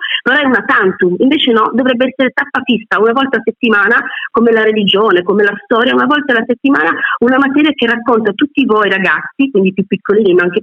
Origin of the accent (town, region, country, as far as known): Sicily, Italy